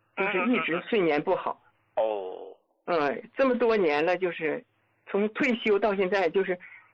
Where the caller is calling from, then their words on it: Jilin, China; 我是吉林的那个听众，我今年69岁